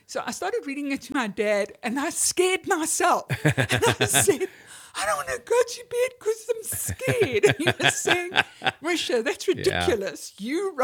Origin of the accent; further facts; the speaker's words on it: South Africa; also born or lived in Zambia; But also growing up in South Africa, I grew up during the worst of the apartheid years.